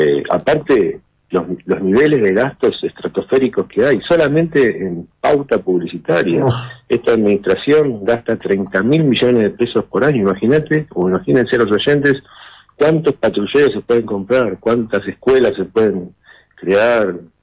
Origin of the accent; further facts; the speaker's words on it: Argentina; bueno, pará, nosotros somos argentinos, pagamos los impuestos